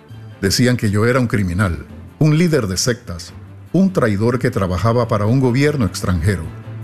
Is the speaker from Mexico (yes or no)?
no; Turkmenistan; 1973, durante los últimos 20 años de la Unión Soviética, por lo que experimenté el régimen comunista en mi país. La mayoría de la gente en Turkmenistán es musulmana.